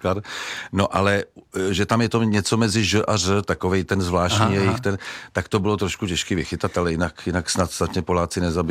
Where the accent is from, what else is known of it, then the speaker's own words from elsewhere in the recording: Prague, Czechia; jsem taky rodilý Pražák